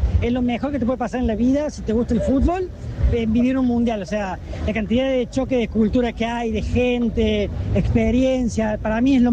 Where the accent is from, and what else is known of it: Córdoba, Argentina